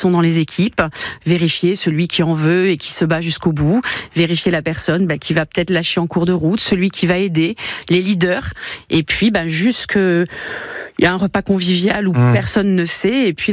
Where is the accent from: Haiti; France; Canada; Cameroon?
France; South-West France; je suis originaire du Sud-Ouest